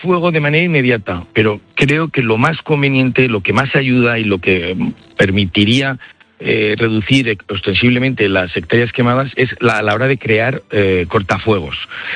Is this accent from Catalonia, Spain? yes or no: no; Zaragoza, Aragon, Spain; al final nosotros somos de Aragón, de Zaragoza, hay mucha gente que nos contacta